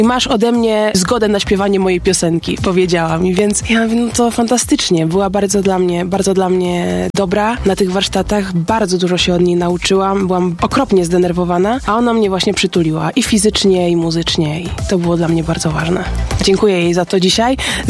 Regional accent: West Pomeranian Voivodeship, Poland; Myślę, że ogromny, dlatego, że ja jestem spod Szczecinka. Ja się tu wychowałam

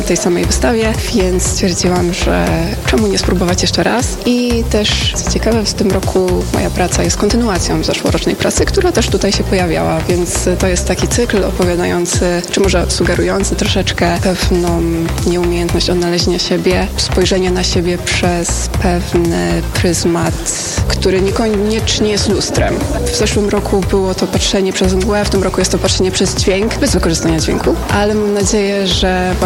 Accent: Toruń, Kuyavian-Pomeranian Voivodeship, Poland; jestem z Torunia.

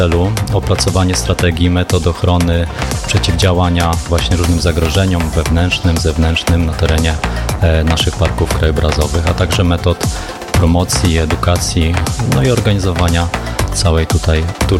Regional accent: Przemyśl, Subcarpathian Voivodeship, Poland; w mieście u nas w Przemyślu

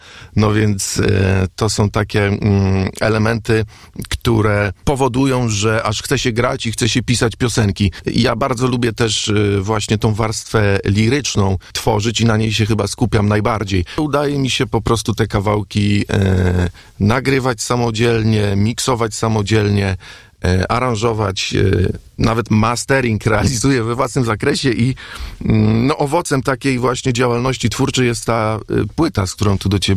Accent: Bydgoszcz, Kuyavian-Pomeranian Voivodeship, Poland; now in Toruń, Poland; No urodziłem się i dorastałem na osiedlu leśnym w Bydgoszczy.

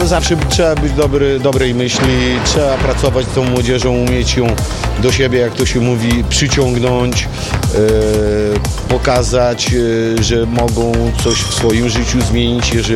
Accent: Łomża, Podlaskie Voivodeship, Poland; jak jestem z Łomży

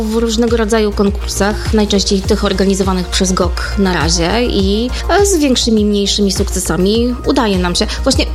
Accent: Biała Podlaska, Lublin Voivodeship, Poland; moved away as an adult; now in Styrzyniec, Poland; ja się wychowałam w Białej. W Styżnicu mieszkam od 5 lat.

